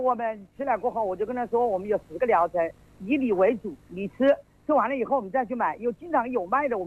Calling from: Wuhan, Hubei, China; 我们是武汉的硚口这边的

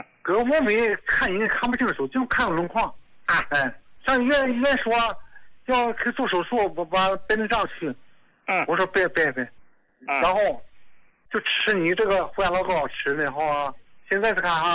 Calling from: Dalian, Liaoning, China; 我是大连的。

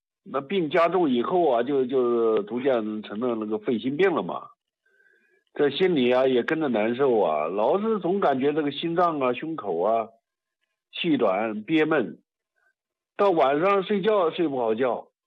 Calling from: Xinyang, Henan, China; 我河南信阳的

